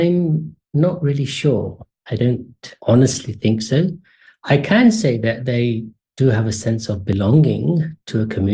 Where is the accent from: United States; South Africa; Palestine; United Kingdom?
United Kingdom; London; also born or lived in Kenya; So I was born in Kenya. My family moved to England after East Africa gained its independence. And I was raised most of my life in Northwest London, where my family, although now engrossed in work and British life, wanted to maintain a Hindu culture, an Indian culture.